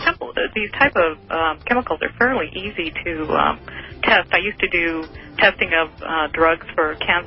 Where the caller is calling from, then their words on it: Camano Island, Washington, United States; from Camano Island, Washington.